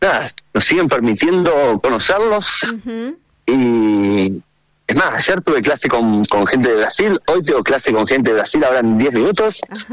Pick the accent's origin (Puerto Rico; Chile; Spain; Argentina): Argentina; now in Bariloche, Argentina; Somos de todos lados. Lo bueno es que afuera somos argentinos.